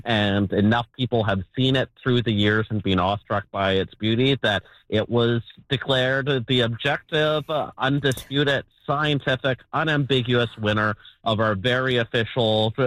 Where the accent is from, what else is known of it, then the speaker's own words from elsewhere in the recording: Victoria, British Columbia, Canada; I grew up in Victorian, so the summertime vacations to Tofino